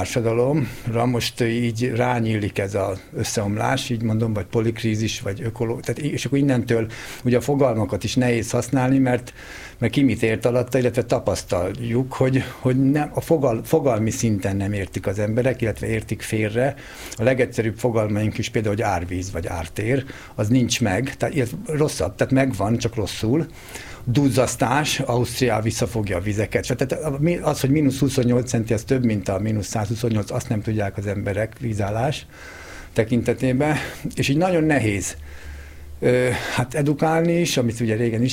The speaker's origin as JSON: {"language": "Hungarian", "region": "Jász-Nagykun-Szolnok", "country": "Hungary", "tie": "born or raised there"}